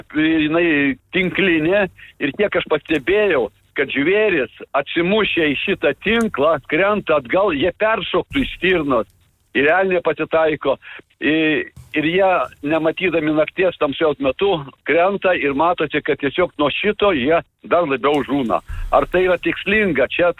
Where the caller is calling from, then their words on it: Klaipėda, Klaipėda County, Lithuania; Aš esu klaipėdietis ir medžiotojas